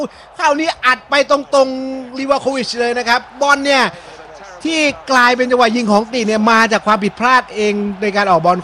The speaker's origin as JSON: {"language": "Thai", "region": "Bangkok", "country": "Thailand", "tie": "born there"}